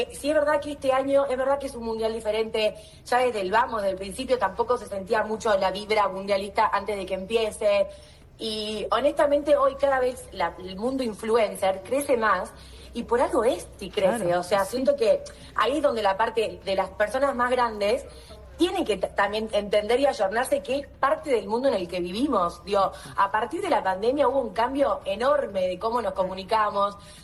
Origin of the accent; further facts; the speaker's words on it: Argentina; como persona argentina que soy